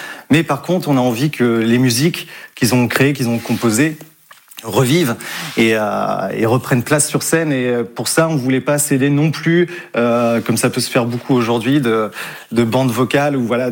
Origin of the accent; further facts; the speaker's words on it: Normandy, France; on vient de Normandie